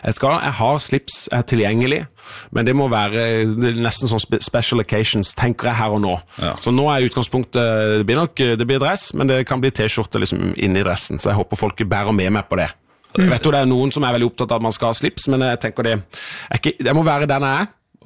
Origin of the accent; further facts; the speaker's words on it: Søgne, Agder, Norway; Vi hadde øvingstid i Søgne der jeg kommer fra.